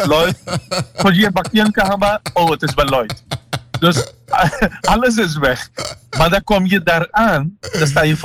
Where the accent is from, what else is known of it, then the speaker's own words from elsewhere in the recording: Suriname; Nee, maar luister, ik ben in Suriname opgegroeid.